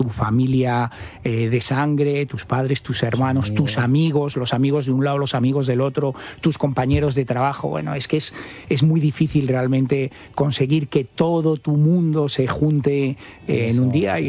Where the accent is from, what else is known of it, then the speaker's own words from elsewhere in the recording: Cigales, Castile and León, Spain; encantados de desplazarse y de venir a Cigales, con lo cual, bueno, pues nos casamos en Cigales, que era mi pueblo.